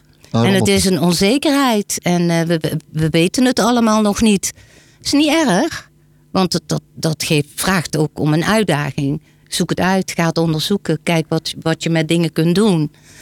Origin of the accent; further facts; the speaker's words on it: Weert, Limburg, Netherlands; now in Bunschoten-Spakenburg, Netherlands; Ik kwam uit Weert, redelijke stad.